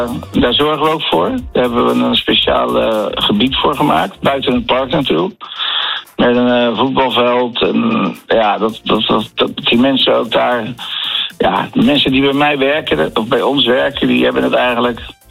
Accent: Rotterdam, South Holland, Netherlands; born there; Maar Rotterdam is het toch wel de stad waar ik geboren ben.

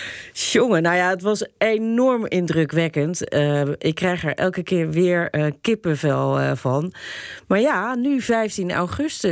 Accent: Rotterdam, South Holland, Netherlands; ik ben toch als Rotterdamse en ook eentje met roots in voormalig Nederlands-Indië

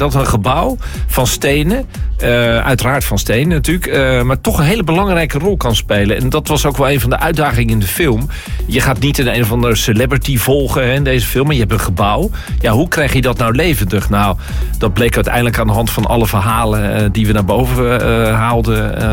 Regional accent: Rotterdam, South Holland, Netherlands; als Rotterdammer. Ik woon bijna mijn hele leven al hier.

